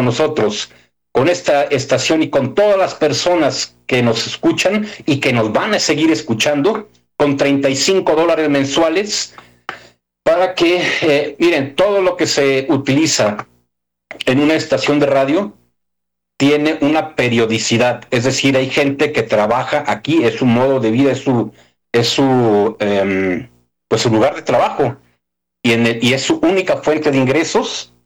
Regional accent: Mexico; desde tantos lugares del mundo, muchos somos de México, otros de otros países

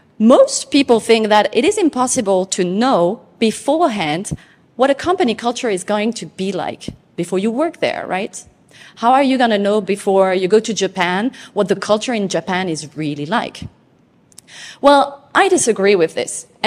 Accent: French Polynesia; born or raised there

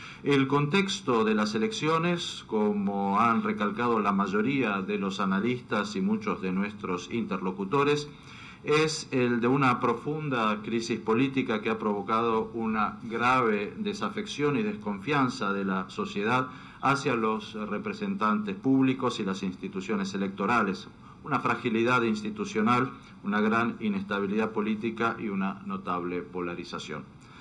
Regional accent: Croatia; Yo vengo de Croacia.

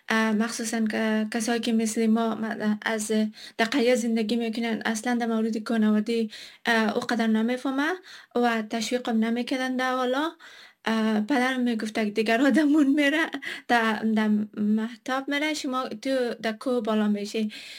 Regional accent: Jaghori, Ghazni, Afghanistan; moved away as an adult; also born or lived in Kabul / India; now in Australia; ما در جاغوری کلان شدم، جاغوری غزنی.

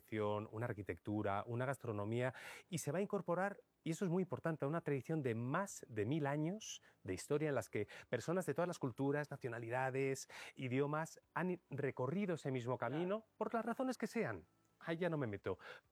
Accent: Madrid, Community of Madrid, Spain; a mí me hace mucha gracia como madrileño, porque yo he visto cómo la fiesta del orgullo se ha convertido de ser una cosita así pequeñita a es la auténtica fiesta mayor alternativa no oficial de Madrid.

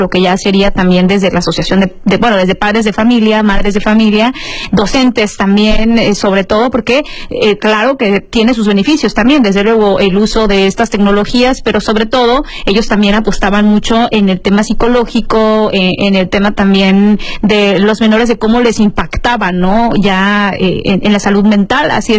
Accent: Mexico

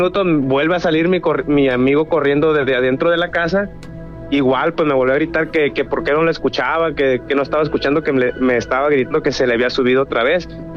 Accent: Santiago Ixcuintla, Nayarit, Mexico; born or raised there

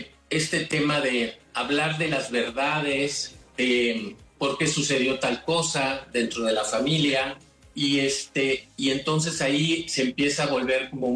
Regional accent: Poza Rica, Veracruz, Mexico; born there; Yo empecé pues en la escuela, porque yo nací en Poza Rica, Veracruz.

